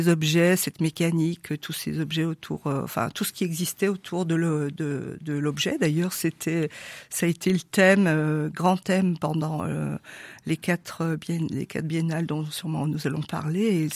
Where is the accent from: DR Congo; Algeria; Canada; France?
France; Saint-Étienne, Auvergne-Rhône-Alpes; born there; je suis née à Saint-Étienne déjà.